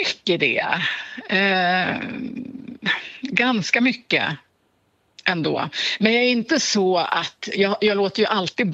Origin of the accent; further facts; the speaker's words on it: Almvik, Kalmar County, Sweden; så jag är väldigt rotad i, liksom, i Västervik och däromkring. Almvik växte jag upp i, faktiskt.